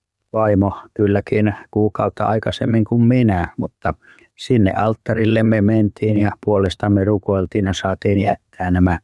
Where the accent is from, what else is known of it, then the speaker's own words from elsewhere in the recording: Kokkola, Central Ostrobothnia, Finland; se tapahtui tuolla mun kotikaupungissani Kokkolassa, missä olin keskussairaalassa lääkärinä 79 vuonna.